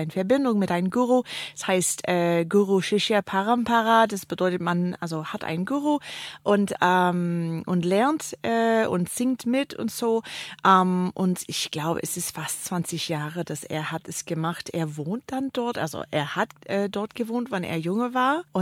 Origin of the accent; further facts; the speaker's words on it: Canada; German is a second language; moved away as an adult; now in Tübingen, Germany; Also ich komme aus Kanada, ich bin hier jetzt in Tübingen seit 10 Jahren.